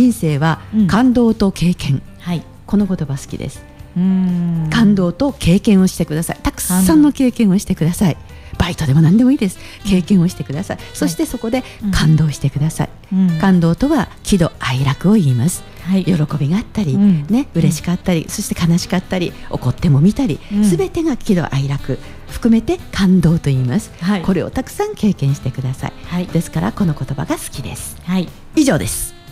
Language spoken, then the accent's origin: Japanese; Fukui, Japan; accent: Fukui dialect; とてもあの私福井の出身なんですが、福井弁がちょっと出なくなったかなというそんな感じがしますね。